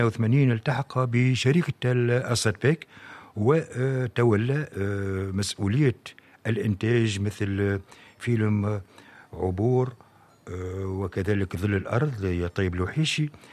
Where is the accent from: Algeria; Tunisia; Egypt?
Tunisia; سفيان الشاعري يعني كتوانسة يعني إلى اليومنا هذا